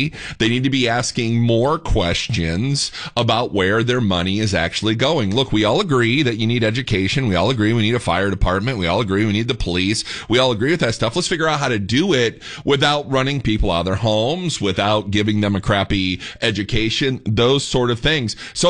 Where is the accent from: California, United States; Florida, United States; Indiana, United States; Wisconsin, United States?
Indiana, United States; now in Texas, United States; That's why I came here. I'm from Indiana. I came to Texas because I wanted to be a free man.